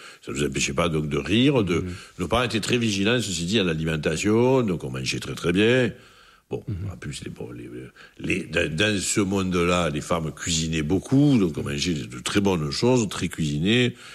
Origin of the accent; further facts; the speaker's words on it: Marseille, Provence-Alpes-Côte d'Azur, France; Et je n'étais même pas marseillais, j'étais de l'Estac, hein. Enfin, j'étais de ce quartier-là.